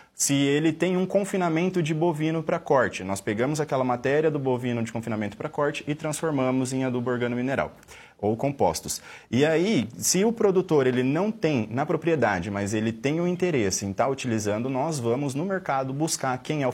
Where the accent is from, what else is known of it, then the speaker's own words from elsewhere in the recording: São Paulo, Brazil; Eu venho de uma região aqui do estado de São Paulo, uma região sucroenergética muito conhecida